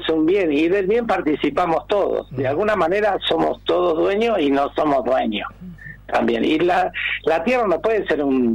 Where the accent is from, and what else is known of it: Argentina